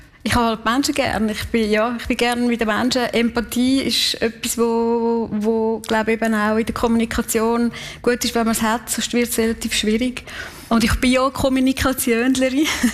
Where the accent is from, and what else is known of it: Kaltbrunn, St. Gallen, Switzerland; born or raised there